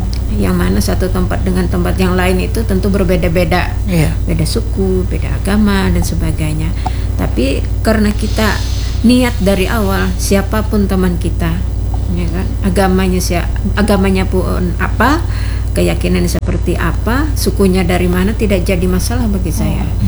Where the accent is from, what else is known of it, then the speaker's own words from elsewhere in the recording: Banjarmasin, South Kalimantan, Indonesia; Selawas Ulun Begana di Banjar dan kebelujuran Ulun orang Banjar.